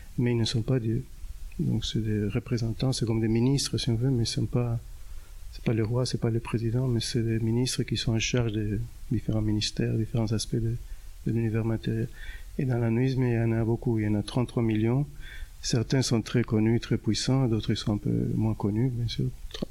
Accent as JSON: {"language": "French", "country": "Uruguay", "also_born_or_lived": "United States", "moved": "yes", "said": "Je voulais retourner dans mon pays, en Uruguay. Je viens de l'Uruguay"}